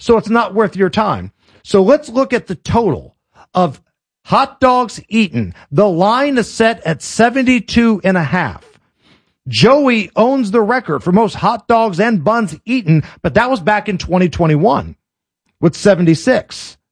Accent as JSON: {"language": "English", "town": "Beech Grove", "region": "Indiana", "country": "United States", "said": "I'm an American. I'm from Beechgrove, Indiana"}